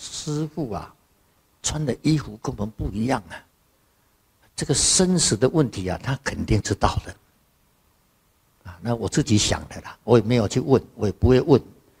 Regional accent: Taiwan; born or raised there; moved away

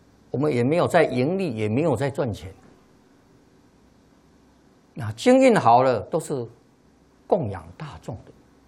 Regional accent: China; 那么我们中国人呢、啊，才有因缘啊，看到《楞严经》

